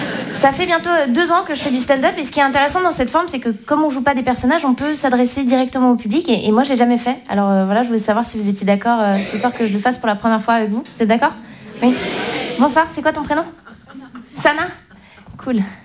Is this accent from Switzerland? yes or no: yes; Switzerland; Moi je suis Suisse. Et moi, c'est bon. Et donc, comme je viens pas d'ici